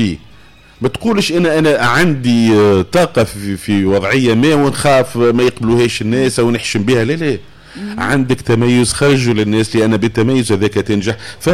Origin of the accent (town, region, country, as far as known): Tunisia